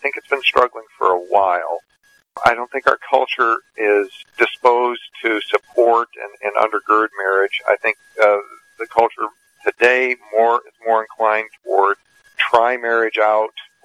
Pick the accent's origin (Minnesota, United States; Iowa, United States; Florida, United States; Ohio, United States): Ohio, United States; Toledo; I was born and raised in Toledo, Ohio, and was privileged to have a Christian home to grow up in.